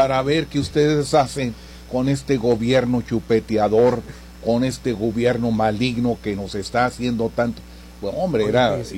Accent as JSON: {"language": "Spanish", "country": "Mexico", "said": "tenemos muchos privilegios como mexicanos"}